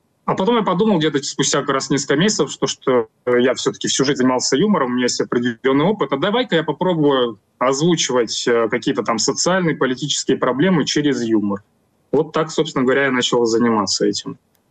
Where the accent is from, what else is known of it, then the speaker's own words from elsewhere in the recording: Russia; moved away as an adult; я сам россиянин, и я до 25 года жил в России